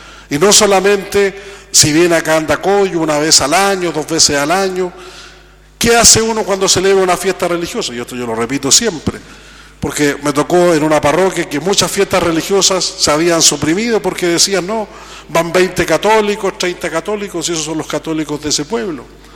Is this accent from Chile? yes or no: yes; Coquimbo, Chile; Hoy día nosotros en la cuarta región tenemos un récord bien particular. Somos la zona de Chile que tiene más adultos mayores